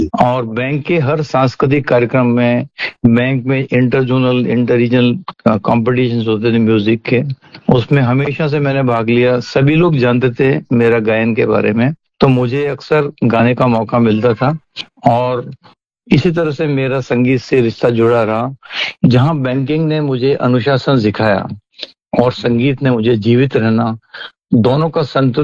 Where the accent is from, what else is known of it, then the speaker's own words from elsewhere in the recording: Bundi, Rajasthan, India; जी, मेरा बचपन बूंदी में शुरुआत में बीता। बचपन साधारण था, संस्कारों से भरा हुआ था।